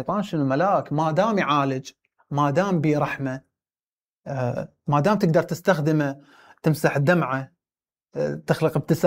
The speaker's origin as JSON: {"language": "Arabic", "town": "Kirkuk", "region": "Kirkuk Governorate", "country": "Iraq", "said": "كل شعراء كركوك، كل شعراء مدينتي"}